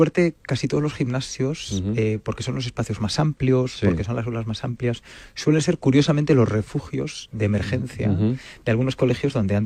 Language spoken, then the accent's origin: Spanish; Galicia, Spain